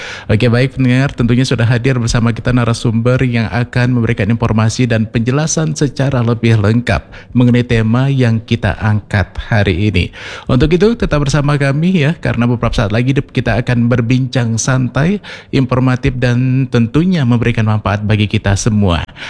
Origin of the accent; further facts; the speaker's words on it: Lampahan, Aceh, Indonesia; Saya juga tinggal di Baliatu Simpang 3 nih, di Bandara Rembele tepatnya. Juga saya berasal dari Lampahan juga itu Kak.